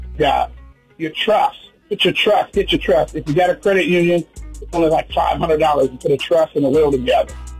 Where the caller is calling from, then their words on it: North Carolina, United States; I'm calling from North Carolina.